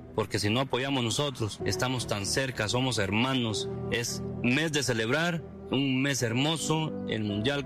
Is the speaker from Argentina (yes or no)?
no; Guatemala; Yo como guatemalteco no creo que voy a ver a Guatemala en un mundial nunca.